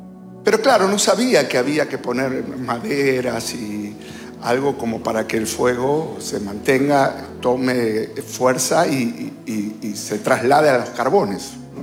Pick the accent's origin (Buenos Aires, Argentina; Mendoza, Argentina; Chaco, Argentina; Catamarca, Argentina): Buenos Aires, Argentina; Era bien jovencito. Me crié en la Capital Federal, así que yo nunca hice asado.